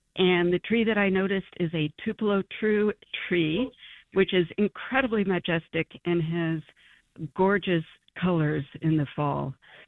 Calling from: New York City, New York, United States; I've lived in my neighborhood in the Bronx for about 30 years

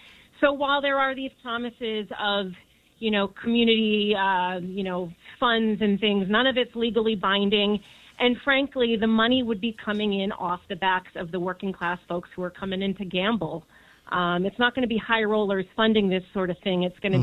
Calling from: New York City, New York, United States; I'm calling from Jackson Heights, Queens

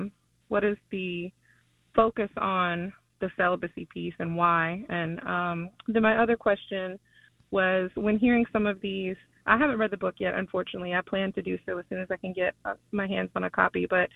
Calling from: Queens, New York, United States; I'm actually … that resides in Manhattan, but I am currently calling from Queens.

